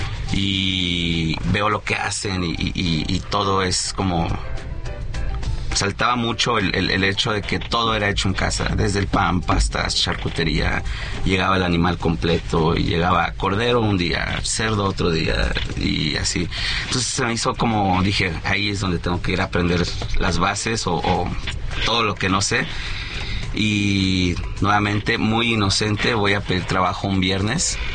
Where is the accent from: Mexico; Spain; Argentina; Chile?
Mexico; moved away; yo me fui de México sin saber, y me da vergüenza, sin saber quién era Enrico Loera.